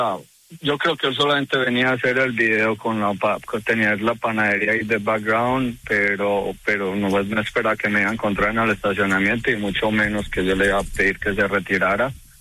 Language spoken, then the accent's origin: Spanish; Paisa region, Colombia; now in United States; somos de sangre paisa, sangre de arrieros, yo fui exmilitar en Colombia